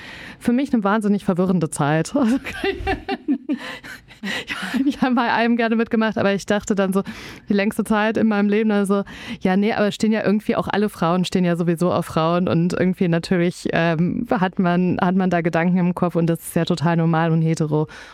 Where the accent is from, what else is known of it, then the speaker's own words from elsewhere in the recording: Düsseldorf, North Rhine-Westphalia, Germany; Und ich komme aus Düsseldorf und hatte da auch die Nähe zu Köln